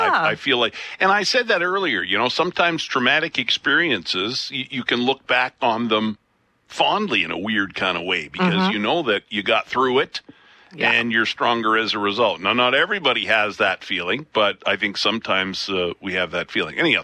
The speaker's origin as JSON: {"language": "English", "town": "Picture Butte", "region": "Alberta", "country": "Canada", "tie": "born or raised there", "moved": "yes", "said": "And I grew up in a small town in southern Alberta, Picture Butte."}